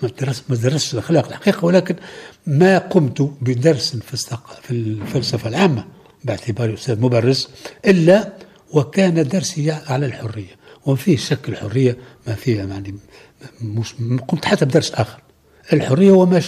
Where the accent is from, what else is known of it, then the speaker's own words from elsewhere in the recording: Tunisia; أنا أول تونسية